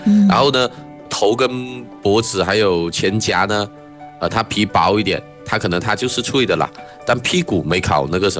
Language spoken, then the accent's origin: Chinese; Hainan, China; 用我们海南人的话说，就是我们这边喜欢吃腌鸡